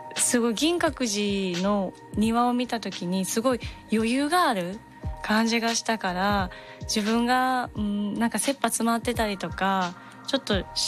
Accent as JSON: {"language": "Japanese", "region": "Kyoto", "country": "Japan", "tie": "born or raised there", "said": "京都出身なので、もう京都が大好きで、で大好きで、まあよく2ヶ月に1回ぐらいは帰ってるんですけど"}